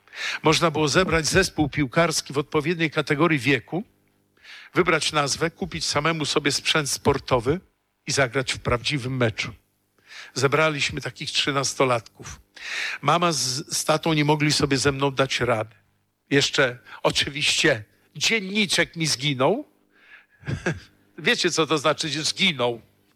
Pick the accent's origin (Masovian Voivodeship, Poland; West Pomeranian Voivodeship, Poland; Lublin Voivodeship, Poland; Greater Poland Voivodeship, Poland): Masovian Voivodeship, Poland; Warsaw; Wychowywałem się na warszawskiej Pradze, wiecie, tam Wisła, most Śląsko-Dąbrowski niedaleko, Baza Różyckiego.